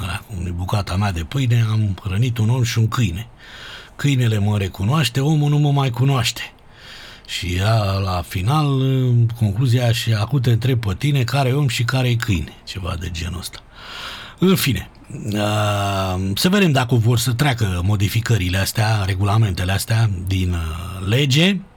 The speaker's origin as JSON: {"language": "Romanian", "town": "Găiești", "region": "Dâmbovița", "country": "Romania", "tie": "born there", "also_born_or_lived": "Târgoviște", "moved": "as an adult", "lives_now": "Bucharest, Romania", "said": "M-am născut eu, m-am venit de la Târgoviște, la Găiești"}